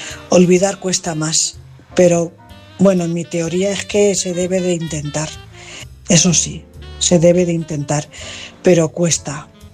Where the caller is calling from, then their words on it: Cuenca, Castilla-La Mancha, Spain; Buenas noches … corresponsal de Cuenca.